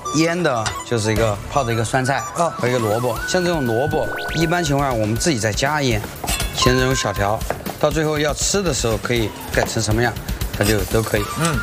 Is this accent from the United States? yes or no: no; Sichuan, China; 我们四川话喊的“坛盐水”